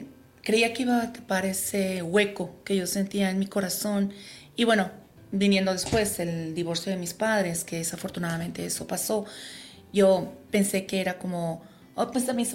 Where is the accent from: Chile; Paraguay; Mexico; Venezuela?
Mexico; Bueno, yo soy mexicana.